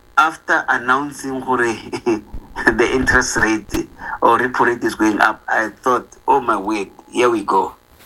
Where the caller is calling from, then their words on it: South Africa; as a South African